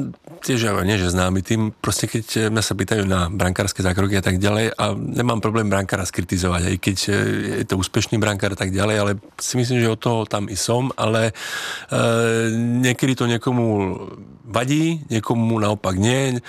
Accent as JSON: {"language": "Slovak", "town": "Košice", "region": "Košice Region", "country": "Slovakia", "said": "tak hovorím, no, akože odkiaľ si, alebo to hovorím, že ja som z Košíc, no tak to ani náhodou."}